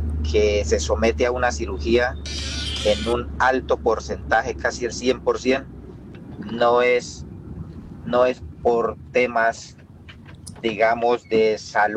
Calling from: Spain; yo llamo desde España.

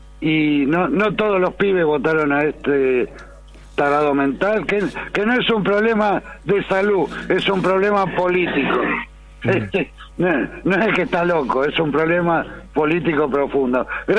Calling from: Córdoba, Argentina; como cordobés

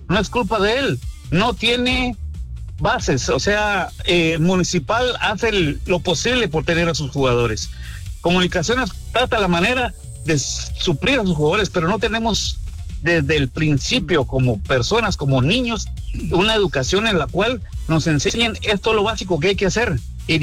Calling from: Guatemala; nosotros como guatemaltecos

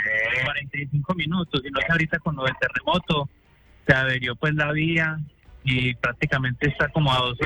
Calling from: Apía, Risaralda, Colombia; Yo estoy en Apía Risaralda.

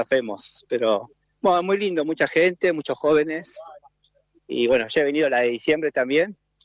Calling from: Pablo Nogués, Buenos Aires Province, Argentina; hincha de San Miguel, pero soy de Nogués.

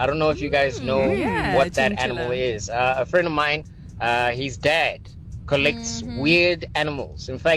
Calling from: Pretoria, Gauteng, South Africa; out in Pretoria.

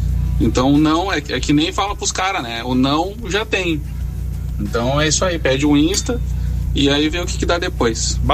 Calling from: Gravataí, Rio Grande do Sul, Brazil; Sou de Gravataí. Tô aqui em Porto Alegre agora.

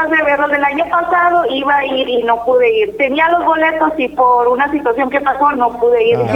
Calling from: General Escobedo, Nuevo León, Mexico; hablo de acá de Escobedo

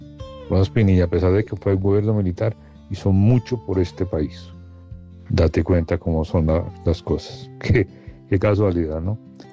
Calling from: Colombia; en mi país

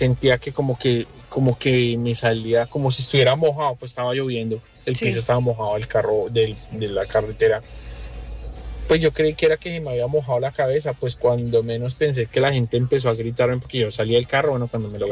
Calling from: Toronto, Ontario, Canada; Buenas noches, saludos desde Toronto, Canadá.

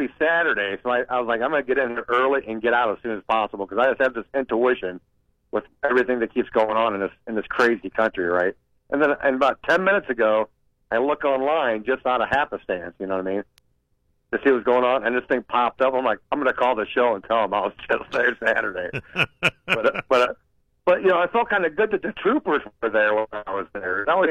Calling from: Mahoning County, Ohio, United States; I'm from the area, right? Because I'm from Mahoning County.

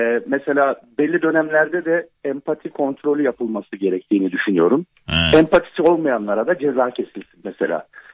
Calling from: Nevşehir, Turkey; Nevşehir'den arıyorum.

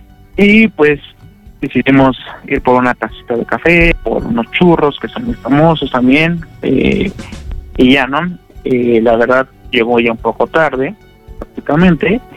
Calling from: Puebla, Mexico; voy a decir que soy del estado de Puebla.

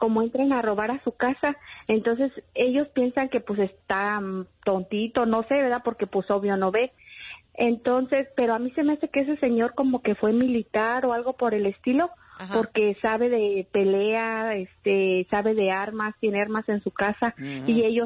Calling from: Arlington, Texas, United States; Hola, buenos días. Hablo de Arlington, Texas.

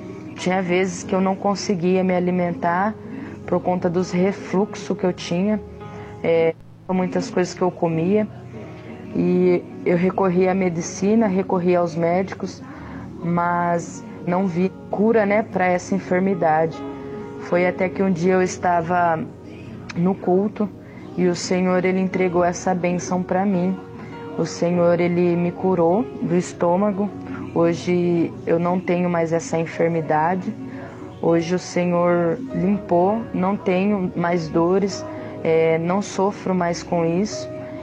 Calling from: Lençóis Paulista, São Paulo, Brazil; Eu sou aqui de Lençóis Paulista

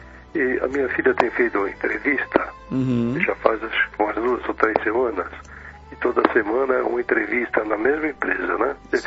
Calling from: São Paulo, Brazil; Falo aqui de Santana, Vila Guilherme, São Paulo.

